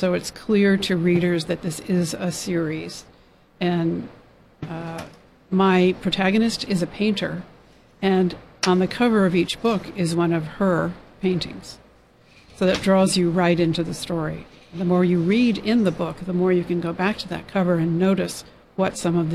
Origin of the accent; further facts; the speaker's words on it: Tokyo, Japan; also born or lived in New York / Los Angeles; I grew up in Tokyo, then I lived in New York and L.A., so I didn't know anything about small towns.